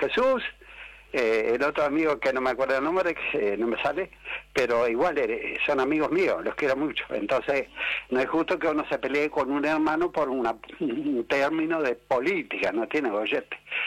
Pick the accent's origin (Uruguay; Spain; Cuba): Uruguay; Tranqueras, Rivera; born or raised there; moved away